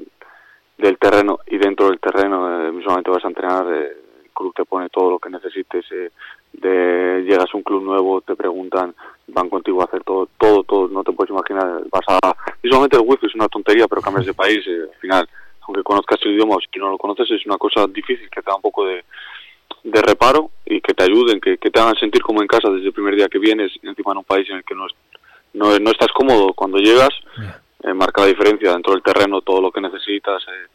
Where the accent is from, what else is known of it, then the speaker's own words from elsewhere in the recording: Logroño, La Rioja, Spain; moved away; Yo salí de Logroño por cumplir un sueño, lo he cumplido, vamos a intentar seguir cumpliendo sueños y yo estoy muy contento.